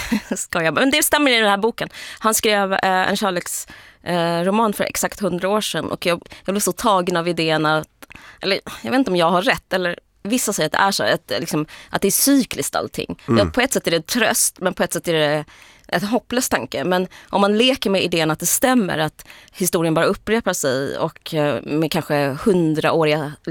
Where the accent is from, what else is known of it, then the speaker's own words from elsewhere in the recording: Sweden; Jo, men jag är otroligt svensk.